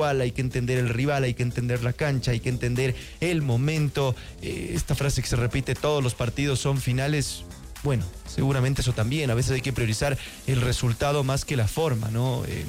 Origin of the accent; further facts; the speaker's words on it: Ecuador; Los más cercanos que somos los ecuatorianos